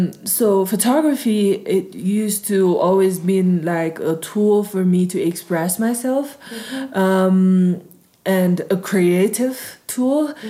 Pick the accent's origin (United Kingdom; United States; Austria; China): China; Lhasa, Tibet; born or raised there